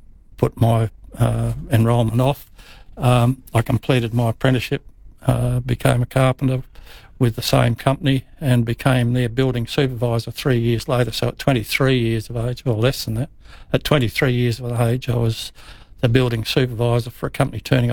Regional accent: Adelaide, South Australia, Australia; born there; I was born in Adelaide. Parents both their families go right back to the early settlement of South Australia.

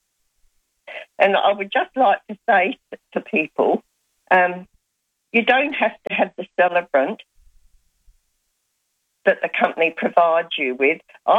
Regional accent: South Australia, Australia; But I went to school with his older brother, but we're all from the Ethelton, Birkenhead, Semaphore kind of area.

